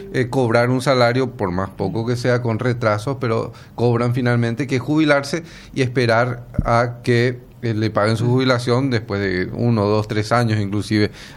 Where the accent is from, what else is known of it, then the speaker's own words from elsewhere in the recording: Asunción, Paraguay; Somos asuncenos.